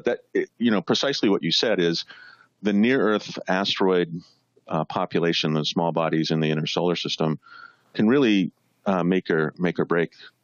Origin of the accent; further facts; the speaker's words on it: Wawanesa, Manitoba, Canada; moved away; So, Sarah, I'm originally from Canada. I grew up in a very small town of 500 people, a small town about 120 miles due west of Winnipeg, Manitoba, a place called Wawanisa. And obviously, in the middle of the countryside, very rural farming, and no lights.